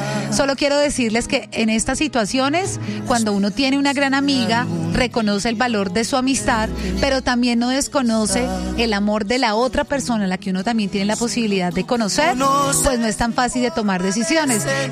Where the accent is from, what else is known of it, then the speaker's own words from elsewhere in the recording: Ibagué, Tolima, Colombia; now in Bogotá, Colombia; Yo llegué a la ciudad de Bogotá, yo soy de Ibagué.